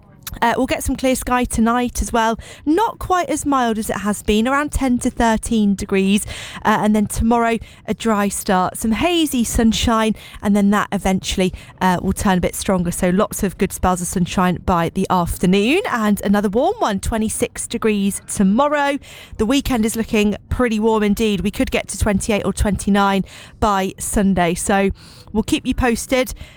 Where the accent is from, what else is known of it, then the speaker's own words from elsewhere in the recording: Glasgow, Scotland, United Kingdom; Well, I'm actually Scottish. So technically, I'd be supporting Scotland. Like, I'm from Glasgow.